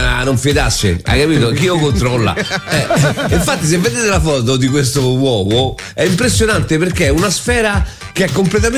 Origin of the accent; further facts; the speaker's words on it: Rome, Lazio, Italy; noi romani